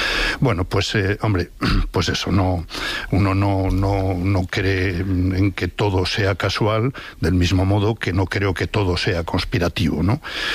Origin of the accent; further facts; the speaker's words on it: León, Castile and León, Spain; No, sospechoso, para... soy de León.